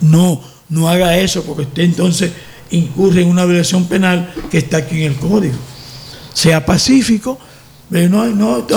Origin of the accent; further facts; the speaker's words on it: Baní, Peravia, Dominican Republic; Entonces, eso es bueno decírselo al pueblo dominicano. Específicamente a mi pueblo Baní